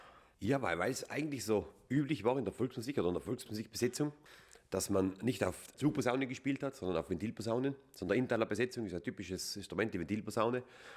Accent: Innervillgraten, Tyrol, Austria; moved away; wir alle aufgewachsen sind in Innerfilgarten, mehr oder weniger, also der Großteil von uns.

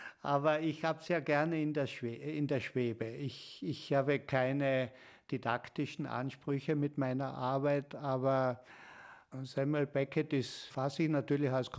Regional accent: Kötschach-Mauthen, Carinthia, Austria; dass ich in Kötschaf-Mauthen in Kärnten, wo ich herkomme, der Erbe meiner Tante bin.

